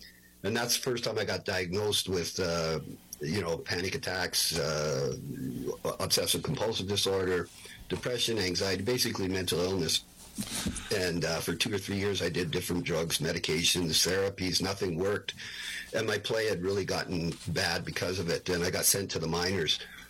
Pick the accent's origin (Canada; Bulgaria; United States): Canada; I'm Canadian